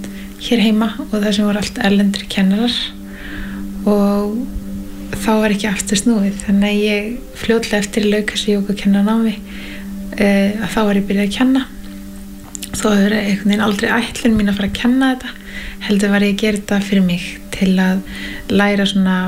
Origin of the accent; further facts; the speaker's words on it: Northwestern Region, Iceland; Og ólst upp í Skagafirði og leið mín á staðin í dag sérst sem jógakennari og gongkennari